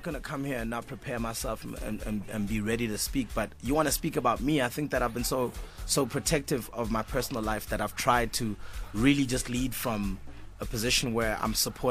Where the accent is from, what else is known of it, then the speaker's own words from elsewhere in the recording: Durban, KwaZulu-Natal, South Africa; also born or lived in Pietermaritzburg; I'm born in Pietermaritzburg. Mm-hmm. I'm raised in Durban. I grew up as a Durban person.